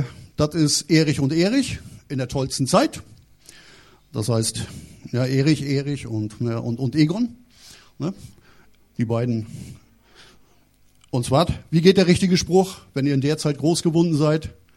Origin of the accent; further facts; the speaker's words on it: Mecklenburg-Vorpommern, Germany; In der DDR war er dann noch gründlicher und ich komme aus dem Bezirk Rostock und der war noch gründlicher und ich komme vom Darß und der war richtig gründlich.